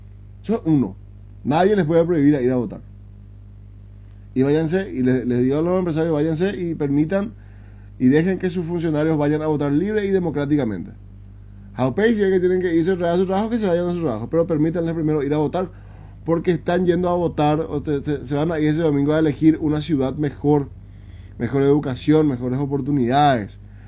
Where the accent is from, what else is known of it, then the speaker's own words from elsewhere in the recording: Presidente Franco, Alto Paraná, Paraguay; necesita nuestra ciudad, presidente Franco, que necesita nuestro departamento del Alto Paraná